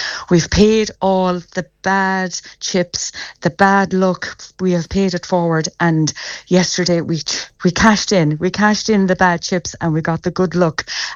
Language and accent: English; Claremorris, County Mayo, Ireland; It's funny because he grew up in Clamorris on Common Road. I grew up on Common Road, and we never met.